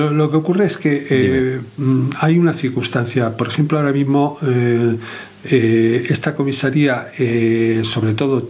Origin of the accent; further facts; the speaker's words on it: Madrid, Community of Madrid, Spain; also born or lived in Alicante; now in Alcoy, Spain; Tuve varios destinos en Madrid, porque bueno, es la ciudad de la que provengo, aunque no nací en Madrid, pero desde niño fui allí, y allí es donde he desarrollado la mayor parte de, digamos, de mi carrera profesional.